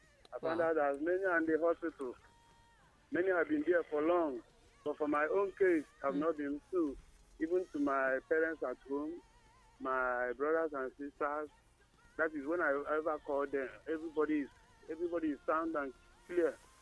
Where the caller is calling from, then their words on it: Ugbo, Benue, Nigeria; I'm calling from Ugbo, Benue State.